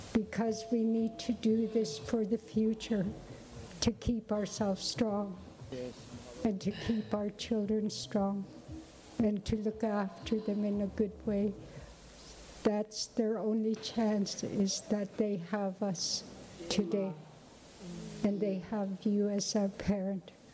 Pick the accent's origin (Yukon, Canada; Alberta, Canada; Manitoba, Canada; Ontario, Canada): Yukon, Canada; I'm from the Wolf Clan. All all my children and my great-grandchildren. They follow my lineage. In the Yukon, we're a matrilineal society